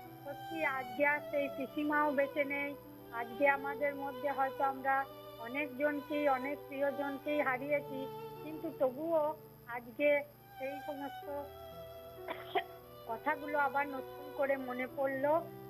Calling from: Bolpur, West Bengal, India; আমি পশ্চিমবঙ্গের বোলপুর বীরভূম থেকে

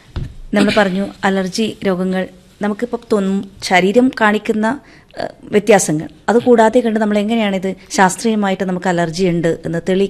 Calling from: Kasaragod, Kerala, India; Kasaragod.

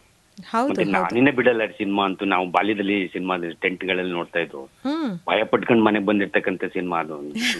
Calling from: Mandya, Karnataka, India; ಮಂಡ್ಯದಿಂದ ಮಾತಾಡ್ತೇನೆ.

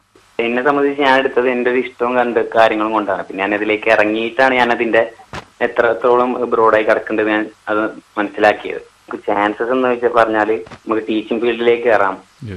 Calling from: Pandikkad, Kerala, India; ഞാനിവിടെ പാണ്ടിക്കാട് പറവമ്പുറം എന്ന് പറയും കറക്റ്റ് സ്ഥലം.

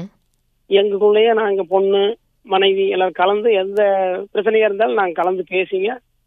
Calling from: Tiruppur, Tamil Nadu, India; திருப்பூர்ல இருந்து

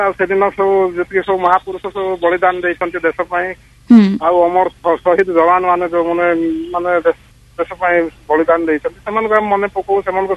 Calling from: Jeypore, Odisha, India; ଜୟପୁରରୁ କହୁଥିଲି।

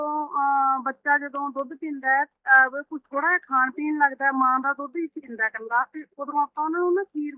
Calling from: Ghudda, Punjab, India; ਅਸੀਂ ਘੁੱਦੇ ਤੋਂ ਬੋਲਦੇ ਹਾਂ ਮੈਮ।

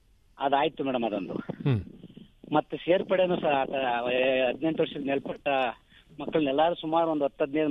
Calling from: Karnataka, India

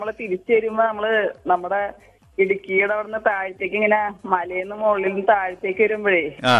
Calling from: Perumbavoor, Kerala, India; ഞാൻ പെരുമ്പാവൂരിൽ നിന്നാണ്.

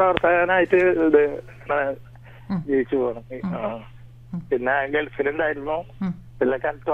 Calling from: Peringottukara, Kerala, India; Peringottukara. Kizhakkumuri.

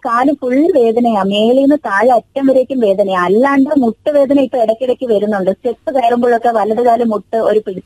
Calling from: Thiruvananthapuram, Kerala, India; തിരുവനന്തപുരത്ത് നിന്നാണ്.

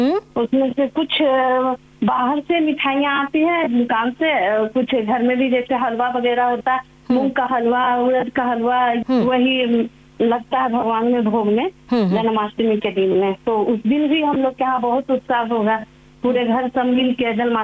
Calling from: Bihar Sharif, Bihar, India; बिहार शरीफ मगरा, मेरा गांव का नाम हुआ जी। मैं नालंदा जिला से बात कर रही हूँ।

